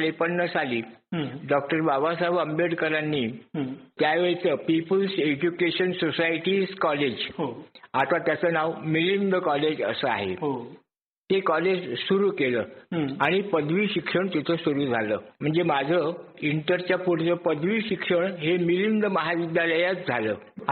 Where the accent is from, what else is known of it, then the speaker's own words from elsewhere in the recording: Aurangabad, Maharashtra, India; born there; also born or lived in Savkhed, Marathwada; now in Ahmednagar, India; मराठवाड्यामध्ये सावखेड नावाचं एक गाव आहे. पण मराठवाडा म्हणजे औरंगाबाद जिल्हा आणि नगर जिल्हा याच्या सीमेवरचं गाव आहे.